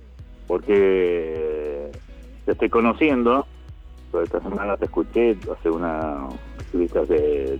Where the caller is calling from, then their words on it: Longchamps, Buenos Aires Province, Argentina; de Longchamps.